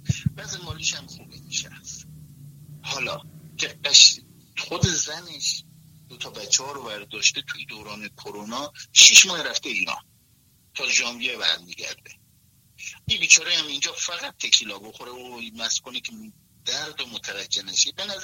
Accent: Iran; now in United States; ازم شهر خودم در ایران پاپیچ من شدن بیا زن بگیر، بیا زن واسهت پیدا کنیم، ولی دیگه میبینن که یه پام اون کشور یه پام اون کشور

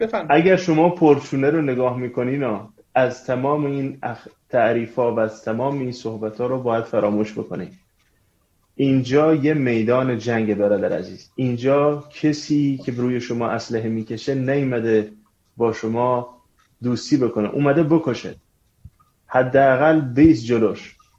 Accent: Iran; من طولانی که دور از ایرانم

